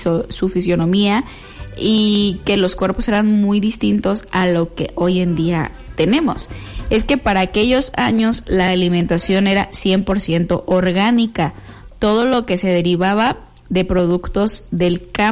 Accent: Mexico; ¿qué es lo que comemos como mexicanos? Comemos, porque yo también me incluyo

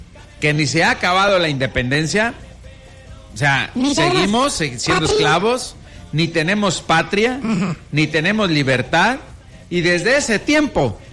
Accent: Mexico

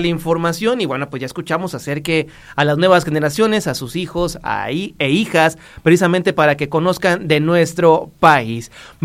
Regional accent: Mexico

